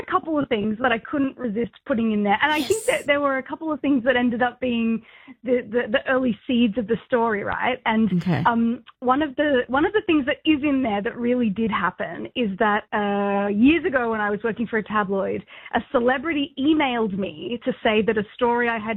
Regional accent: Australia; accent: Australian; moved away as an adult; now in New York, United States; I'm as Aussie as it gets. I've been living in the US for 10 years, but, I'm very... You won't hear an American accent on me, never.

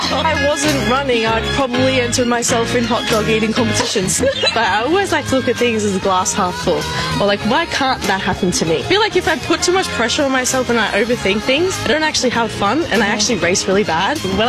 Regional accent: Australia; I'm an Australian sprinter

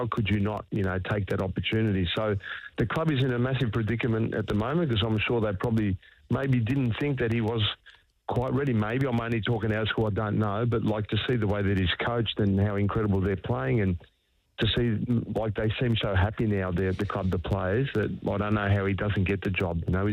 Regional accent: Australia; Oh, no, Australia. I mean, I'm born and bred here. I love this country. I see myself as being Australian with, you know, European heritage

